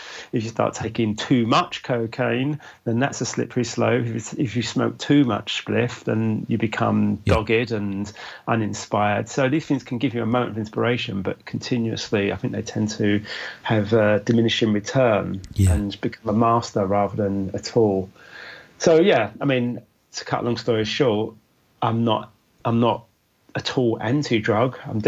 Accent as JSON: {"language": "English", "region": "London", "country": "United Kingdom", "tie": "born or raised there", "said": "I grew up in London, and that's what I know. I know East London, West London, Central London, South London."}